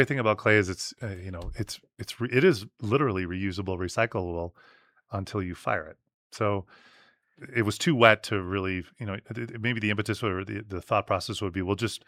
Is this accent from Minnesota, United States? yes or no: no; Wisconsin, United States; I'm from Wisconsin.